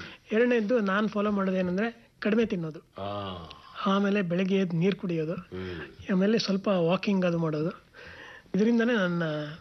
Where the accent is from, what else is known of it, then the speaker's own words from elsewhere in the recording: Karnataka, India; born there; moved away as an adult; also born or lived in Shedbal, Belagavi district (ancestral village); now in Bengaluru, India; ನಮ್ಮ ತಾತನ ಕಾಲಕ್ಕೆ ಆ ಊರು ಬಿಟ್ಬಿಟ್ಟಿದ್ದಾರೆ. ಸೊ ನಾವು ನಮ್ಮ ನೇಟಿವ್ ಪ್ಲೇಸ್ ಅಂತ ಹೇಳ್ತೀವಿ, ಬಟ್ ಮೊದಲೆಲ್ಲ ಆ ಕಡೆ ಉತ್ತರ ಕರ್ನಾಟಕದಲ್ಲಿ ಕಳೆದ್ವಿ. 77 ನಾನು ವಿಧಾನಸೌಧಕ್ಕೆ ಬಂದೆ, ಆವಾಗಿಂದನೂ ನಾವು ಇಲ್ಲೇ ಇದ್ದೀವಿ.